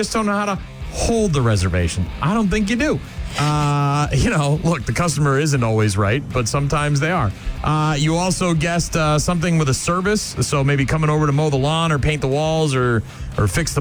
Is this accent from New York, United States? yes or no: no; Nashua, New Hampshire, United States; when my parents first bought our home that I grew up in on Syracuse Road in Nashua, New Hampshire